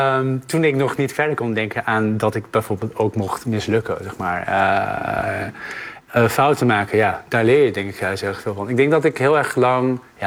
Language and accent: Dutch; North Brabant, Netherlands; also born or lived in Middelburg; Ja, ik ben geboren in Middelburg, weet je wel, opgegroeid in Brabant.